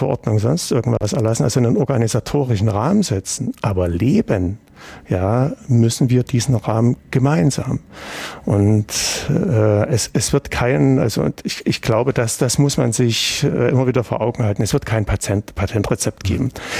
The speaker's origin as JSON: {"language": "German", "region": "East Germany", "country": "Germany", "tie": "born or raised there", "said": "also ich bin in der DDR groß geworden"}